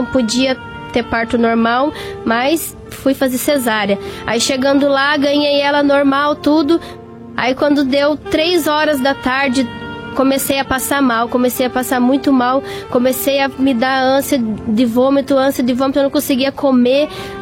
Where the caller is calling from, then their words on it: Curitiba, Paraná, Brazil; sou da cidade de Curitiba.